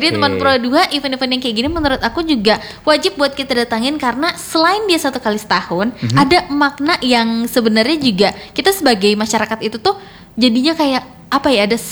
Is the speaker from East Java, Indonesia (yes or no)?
no; West Kutai, East Kalimantan, Indonesia; karena aku aslinya anak Kubar kan